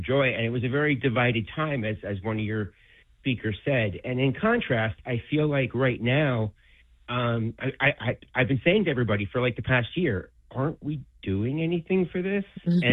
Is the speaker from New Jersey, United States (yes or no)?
yes; New Jersey, United States; born there; now in Crayville, New York, United States; the preparation for it started for us in elementary school in New Jersey in fourth grade.